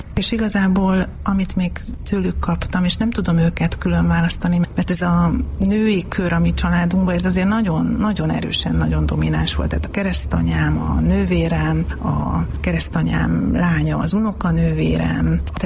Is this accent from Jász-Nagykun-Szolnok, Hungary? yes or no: yes; Tiszaföldvár, Jász-Nagykun-Szolnok, Hungary; born there; Tiszaföldváron, Tiszaföldváron születtem, és én vagyok a családnak az ötödik lánya.